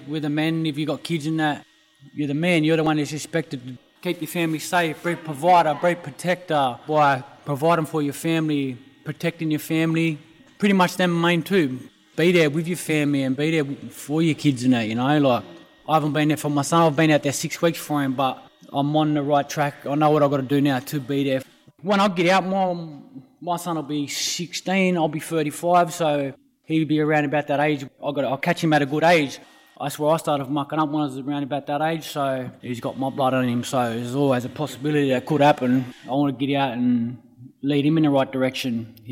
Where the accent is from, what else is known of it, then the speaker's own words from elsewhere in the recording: Mount Druitt, New South Wales, Australia; I grew up in Mount Druitt all my life.